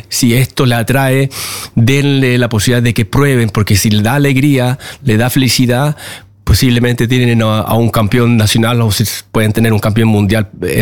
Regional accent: Chile; now in Norway; yo empecé a bailar ya desde cuando era niño en Chile, cueca, folclore chileno.

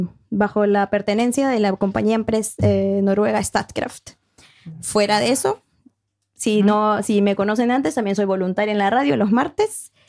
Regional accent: Junín, Peru; en la región de Junín, en mi país de Perú.

